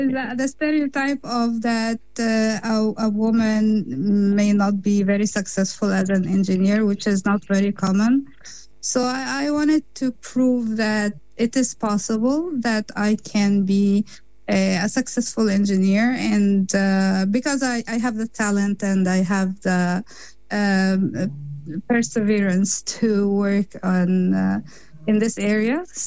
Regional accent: Cairo, Cairo Governorate, Egypt; moved away as an adult; now in Canada; I was raised in a middle class family, born and raised in Cairo, Egypt

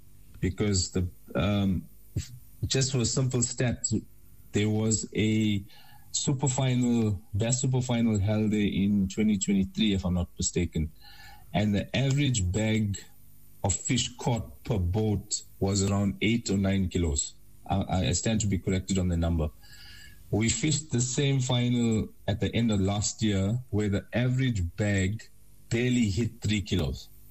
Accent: KwaZulu-Natal, South Africa; the Tugela, you know, which flows through my hometown.

